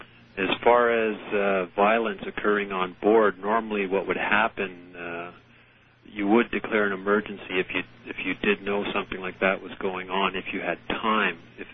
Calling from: Temagami, Ontario, Canada; I'm calling from Temagami, Ontario, Canada.

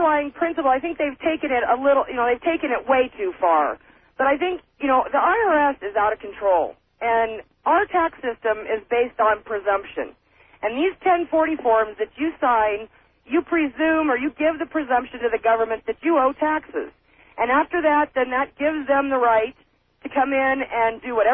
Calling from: Oregon, United States; I'm calling you from Eastern Oregon.

